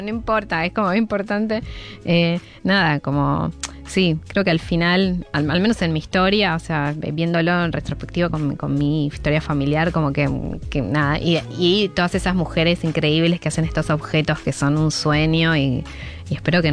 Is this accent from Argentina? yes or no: yes; Rafaela, Santa Fe, Argentina; mi vínculo con Rafaela como que sí, es muy fuerte